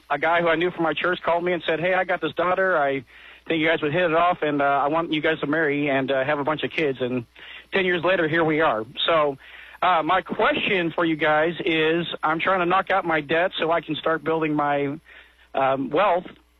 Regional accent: St. Louis, Missouri, United States; I'm from St. Louis, man.

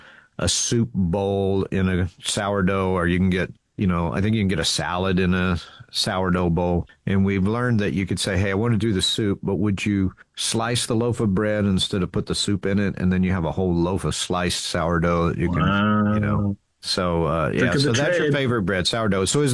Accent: the South, United States; because growing up in the South, around here, it's hard to get a good biscuit.

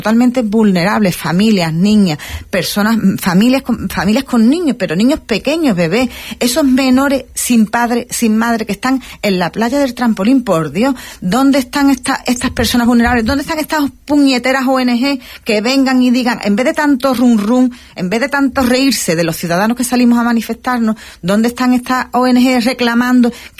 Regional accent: Ceuta, Spain; lo hago desde ciudadana ceutí

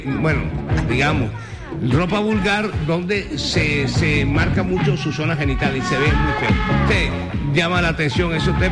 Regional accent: Colombia; Y la gente de Pasto, también con el dolor como colombiano, hace su esfuerzo

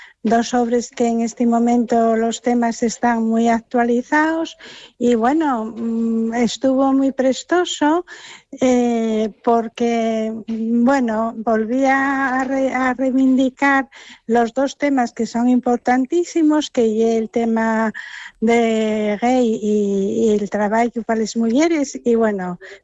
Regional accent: Asturias, Spain; Yo estoy enamorada de la mi Asturias del alma y estoy enamorada sobre todo de toda la gente asturiana, que somos

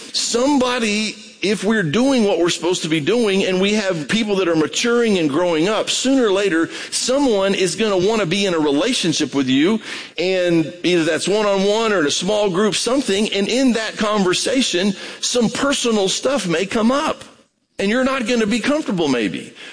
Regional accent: Brazil; moved away; I grew up in Brazil

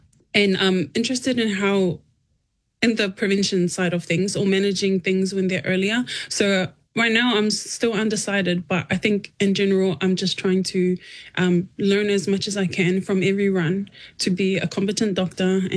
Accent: New Zealand; even though we grew up in New Zealand

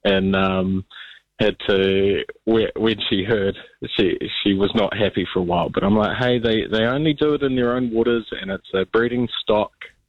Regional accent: New Zealand; especially as a Kiwi

